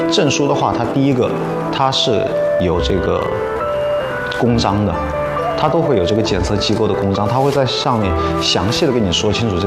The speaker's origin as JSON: {"language": "Chinese", "region": "Guangdong", "country": "China"}